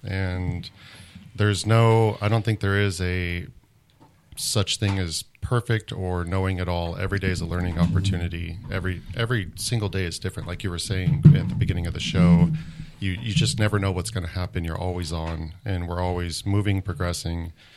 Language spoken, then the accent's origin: English; Las Vegas, Nevada, United States; moved away as an adult; now in Redding, United States; So I come from Las Vegas, Nevada. Born and raised, but I've been here in Northern California for about 20 years now.